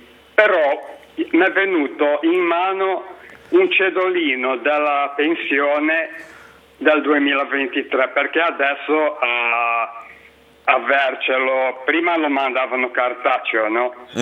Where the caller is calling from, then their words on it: Cogoleto, Liguria, Italy; Sono di Cogoleto, di Cogoleto.